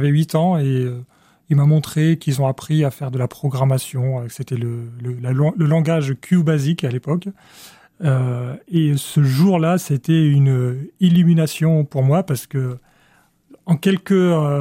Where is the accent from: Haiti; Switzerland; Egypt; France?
Egypt; Cairo, Cairo Governorate; born or raised there